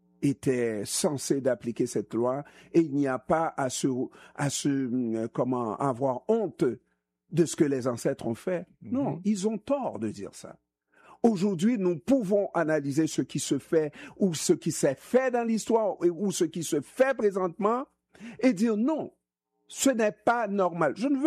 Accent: Haiti; Je suis haïtien, je suis né haïtien et je sais ce que ce pays a fait pour moi, n'est-ce pas?

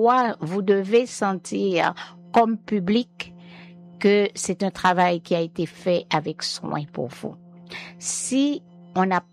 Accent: Miragoâne, Nippes, Haiti; Miragouane, il y avait, partout ailleurs, aujourd'hui c'est dans le monde entier, mais je vous parle de ma ville natale.

